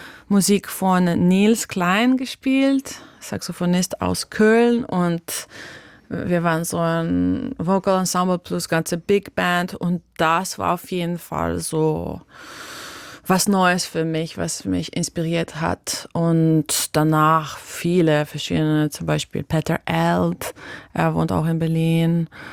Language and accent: German; Slovenia; first language Slovenian; German is a second language; Ich finde, dass ich sogar mich besser ausdrücken kann auf Englisch als auf meine Muttersprache Slowenisch, weil ich bin schon so lange hier und ich habe so keine slowenische Community hier.